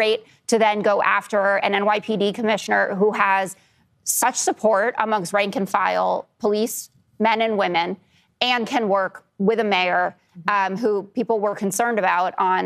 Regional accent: New York, United States; I have 42 years of experience of being a New Yorker.

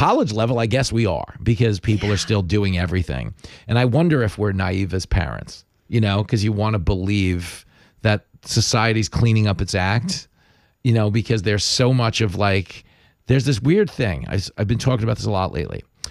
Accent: Levittown, New York, United States; I mean, where I grew up in Levittown, we were drinking beer in like sixth grade.

